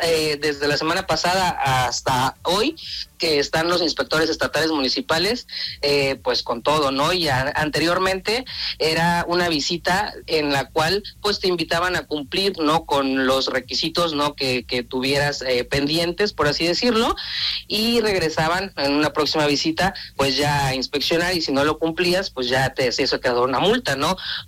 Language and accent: Spanish; Oaxaca, Mexico; nosotros como oaxaqueños que estamos en pie, ¿no? De poder invertir en nuestro propio estado